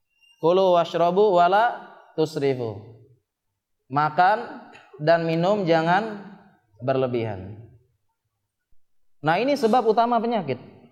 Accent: Lombok, West Nusa Tenggara, Indonesia; moved away; Ke Lombok, tempat dasar daerah asal saya.

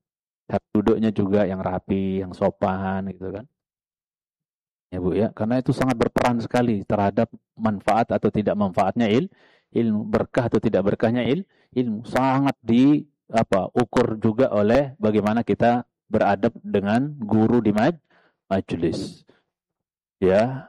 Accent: Indonesia; Saya orang Cilangkap, orang di sini

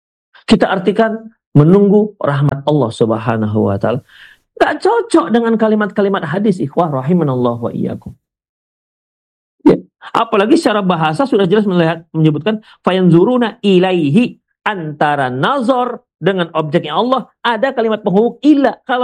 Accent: West Sumatra, Indonesia; kalau bahasa kami orang Minang

